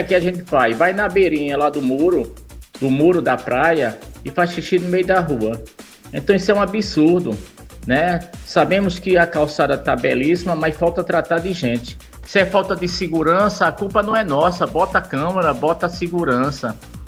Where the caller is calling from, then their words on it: Jaboatão dos Guararapes, Pernambuco, Brazil; falo aqui de Prazeres, tenho 64 anos.